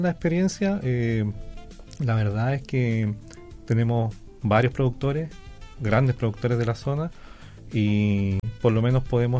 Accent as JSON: {"language": "Spanish", "area": "Río Negro", "region": "Los Lagos", "country": "Chile", "tie": "born or raised there", "said": "Yo soy oriundo de Salca, Río Negro."}